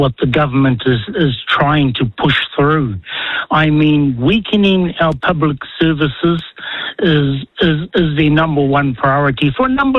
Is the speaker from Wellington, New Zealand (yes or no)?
no; Bay of Plenty, New Zealand; Oh, kia ora. … I live in Maki too. Mangati Whakaue is my iwi.